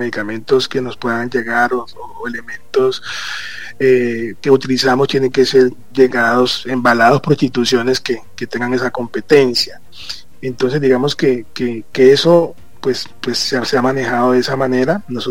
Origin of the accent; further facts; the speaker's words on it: Buenaventura, Valle del Cauca, Colombia; Yo soy de Buenaventura